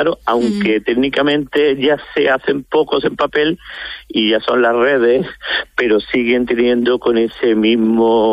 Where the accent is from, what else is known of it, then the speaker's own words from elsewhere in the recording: Puente Genil, Andalusia, Spain; soy cofrade de lo de todas las hermandades ya de mi pueblo, de Puente Genil, de Málaga y Loja.